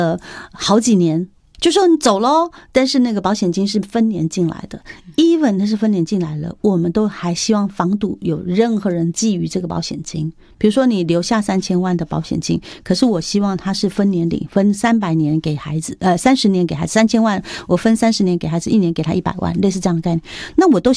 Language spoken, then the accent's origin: Chinese; Taiwan; 我们台湾人